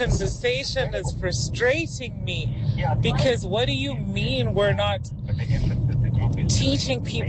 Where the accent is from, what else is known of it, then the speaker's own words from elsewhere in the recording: Limpopo, South Africa; I mean, I come from Lombopo, Venda, actually. And people grow food, little things like growing corn.